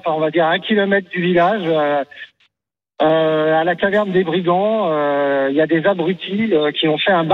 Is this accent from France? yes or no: yes; Barbizon, Île-de-France, France; Non seulement, effectivement, je suis natif de Barbizon, un super village.